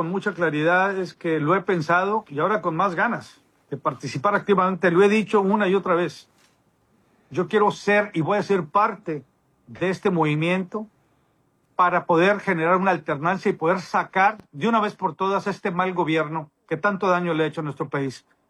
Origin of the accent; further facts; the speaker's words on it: Mexico; also born or lived in United States; Yo soy mexicano por nacimiento, a pesar de que haber nacido en Estados Unidos, con que uno de mis padres sean mexicanos, soy ya mexicano en nacimiento.